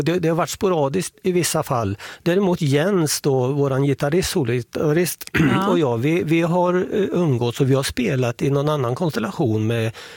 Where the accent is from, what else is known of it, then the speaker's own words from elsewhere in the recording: Skövde, Västra Götaland County, Sweden; i Skövde då, där vi kommer ifrån.